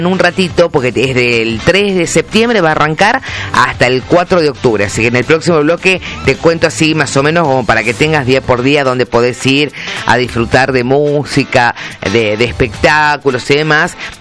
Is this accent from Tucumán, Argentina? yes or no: yes; Tucumán, Argentina; tiene que ver con nuestra identidad como tucumanos.